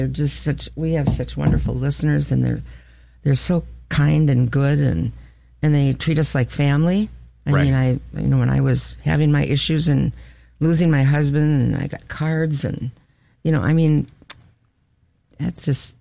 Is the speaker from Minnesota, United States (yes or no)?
yes; Alexandria, Minnesota, United States; I was born here and grew up here, and so was my mom.